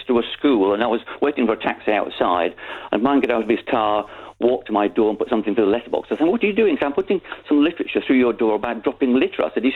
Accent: Yorkshire and the Humber, United Kingdom; That's one of the reasons why I would say I want to be proud of Britain, particularly Yorkshire, as I come from Yorkshire.

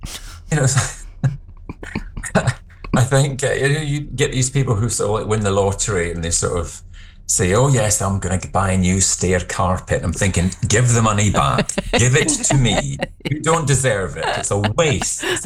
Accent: Scotland, United Kingdom; I'm Scottish.

